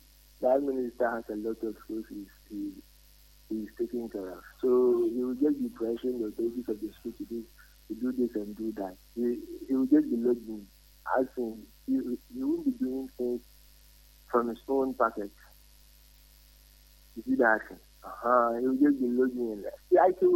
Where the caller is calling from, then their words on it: Sikkim, India; I am calling from Sikkim.